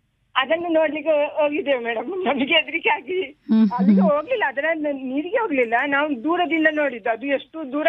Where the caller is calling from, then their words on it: Puttur, Karnataka, India; ನಾನು ಪುತ್ತೂರಿನಿಂದ … ಮಾತಾಡಿದ್ದೀನಿ.